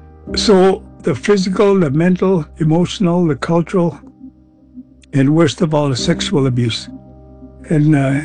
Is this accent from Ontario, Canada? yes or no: no; Ermineskin Cree Nation, Alberta, Canada; born there; I was born on the Irminskin Cree Nation and was raised by my grandparents until I was taken to residential school when I was 6 years old.